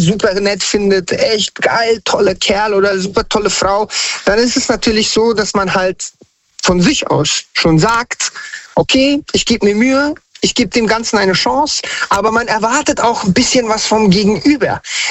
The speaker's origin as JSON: {"language": "German", "region": "Hesse", "country": "Germany", "tie": "born or raised there", "said": "ich bin kein gebürtiger Hesse, also eigentlich komme ich von ganz woanders her, aber ich bin in Hessen, Hanau, Hessen-Frankfurt aufgewachsen und bin dann nach Hanau gezogen."}